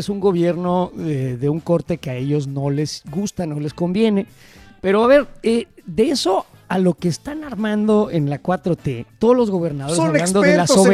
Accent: Mexico; Que la cosa cambia y a mí como mexicano

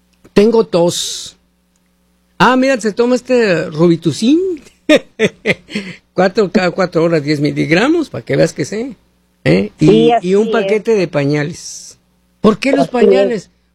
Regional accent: Mexico; Pues soy mexicano, le dije.

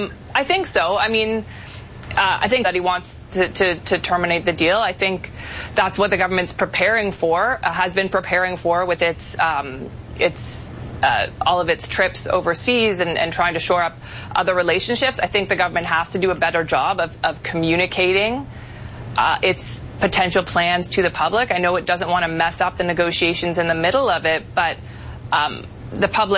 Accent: Canada; as a Canadian viewer

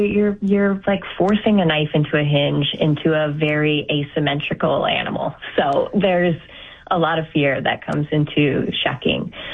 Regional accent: Maryland, United States; also born or lived in Eastern Shore, Maryland / Washington, D.C. area; now in Maine, United States; I was born on the Eastern Shore in Maryland and just across from the Chesapeake Bay Bridge. And then kind of moved around the Maryland area, around D.C. for most of my childhood.

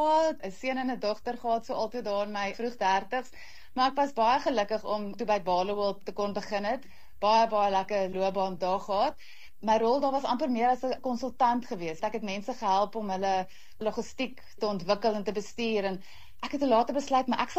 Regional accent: Pretoria, Gauteng, South Africa; Ek het in Pretoria groot geword.

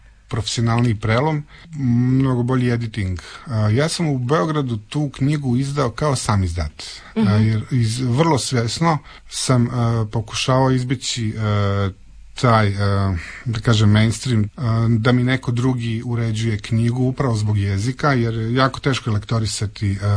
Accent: Dalmatia, Croatia; Ja sam zapravo Dalmatinac, to je ono moj.

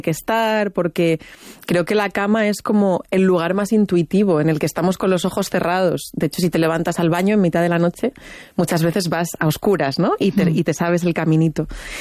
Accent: Madrid, Community of Madrid, Spain; Yo soy de Madrid, pero mis padres son de Extremadura. Bueno, mis abuelos maternos eran de Cuenca, los paternos de Extremadura.

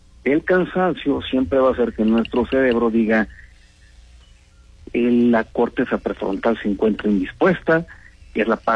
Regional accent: Mexico

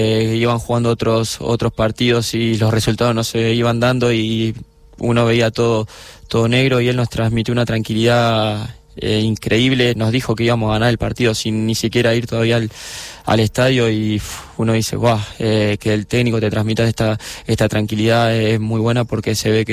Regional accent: Argentina; más que yo soy de Argentina

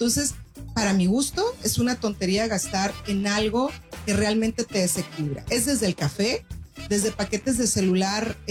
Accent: Mexico; Tomen en cuenta que soy mexicana y ranchera, ¿no?

